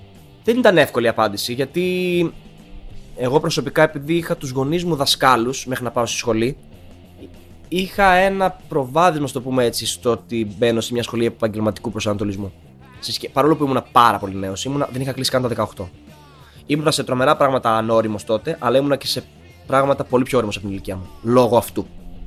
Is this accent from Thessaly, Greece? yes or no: no; Thessaloniki, Central Macedonia, Greece; moved away; πηγαίνω στα μέρη που μεγάλωσα και που πήγα σχολείο, ξέρω εγώ, στην Πηλαία.